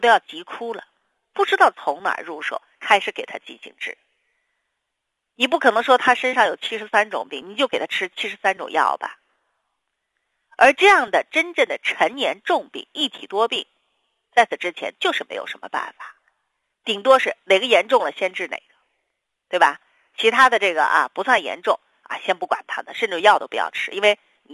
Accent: China; 我们中国人

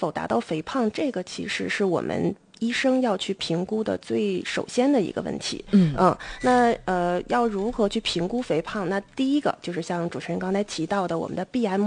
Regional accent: China; 对于我们中国人来说

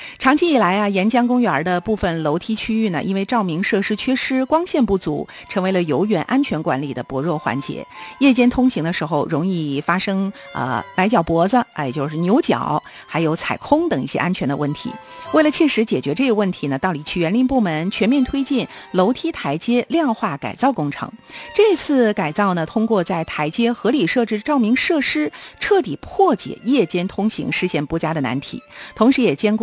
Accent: Harbin, Heilongjiang, China

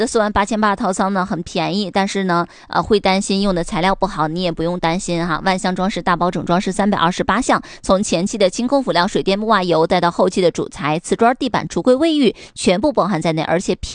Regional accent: Northeast China, China; 尤其是我们东北人

